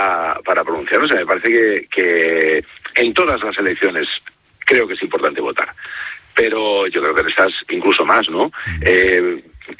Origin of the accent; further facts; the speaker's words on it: Spain; Yo soy español por un lado, por lo tanto me decanto por Lamine